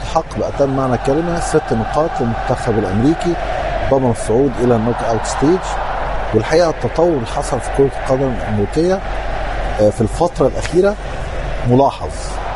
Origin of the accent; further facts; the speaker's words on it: Egypt; احنا عندنا في مصر